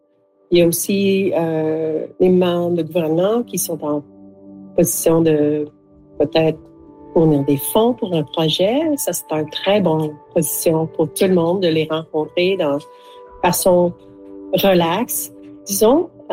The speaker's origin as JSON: {"language": "French", "region": "Ontario", "country": "Canada", "said": "je viens de l'est de l'Ontario et nos produits sont plutôt le bois, le pierre et les vaches."}